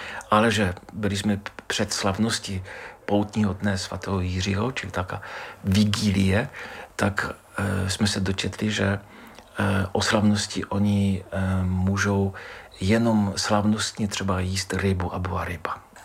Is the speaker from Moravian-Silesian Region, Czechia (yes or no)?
yes; Moravian-Silesian Region, Czechia; tak jsme mu řekli, že jsme z České republiky